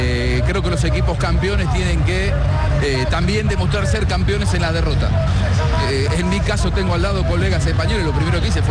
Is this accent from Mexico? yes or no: no; Argentina; Como argentino me duele del alma